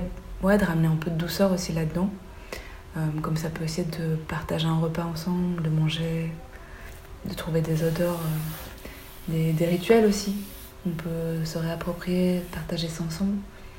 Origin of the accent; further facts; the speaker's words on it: Belgium; comme je suis belge au thaï, pour des personnes blanches ou en Belgique